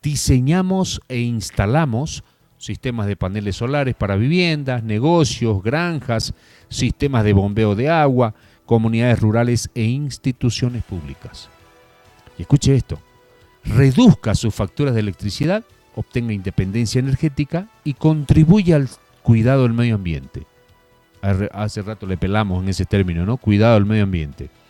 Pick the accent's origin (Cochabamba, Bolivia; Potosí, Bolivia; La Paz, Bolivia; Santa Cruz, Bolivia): Santa Cruz, Bolivia; Vallegrande; como vallegrandino, nacido, criado, estante y habitante de esta hermosa ciudad de Jesús y Montesclaros de los Caballeros del Gran Valle Grande, porque así se fundó mi ciudad